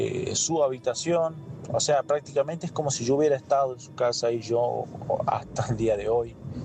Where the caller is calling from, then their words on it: Salta, Argentina; Vivo en lo que es la provincia de Salta, en el interior